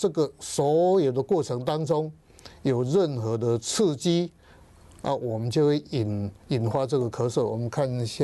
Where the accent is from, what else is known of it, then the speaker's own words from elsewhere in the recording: Taiwan; 我们台湾话讲嘛